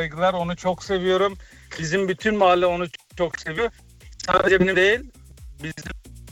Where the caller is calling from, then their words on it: Berlin, Germany; Berlin'den.